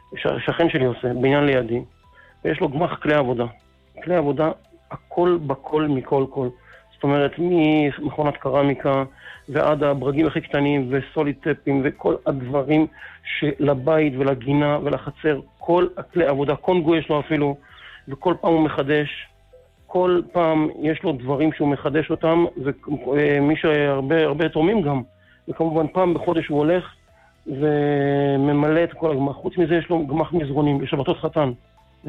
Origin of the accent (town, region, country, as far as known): Jerusalem, Jerusalem District, Israel